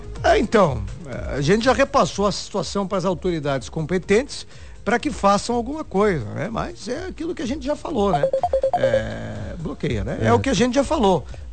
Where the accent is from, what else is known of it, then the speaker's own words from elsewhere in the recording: Brazil; nós somos brasileiros.